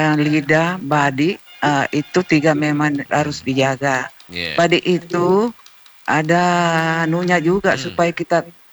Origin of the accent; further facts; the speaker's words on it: South Sulawesi, Indonesia; Kita ini orang Bugis Makassar